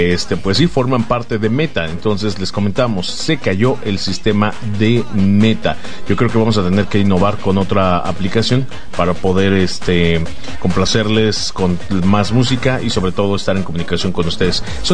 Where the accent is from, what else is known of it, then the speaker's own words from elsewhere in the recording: Mexico; Esto es algo del folclor o del color que tenemos como mexicanos